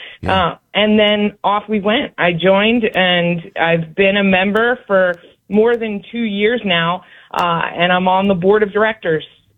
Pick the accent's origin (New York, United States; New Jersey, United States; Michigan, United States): New Jersey, United States; Point Pleasant; Born and bred on the Jersey Shore. Yeah, born in Point Pleasant Hospital. Now we're down a little further south. We're closer to Seaside these days